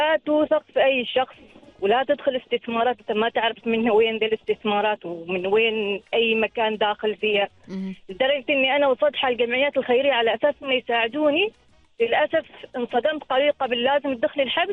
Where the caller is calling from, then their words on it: Oman; أنا عمانية، أنا عمانية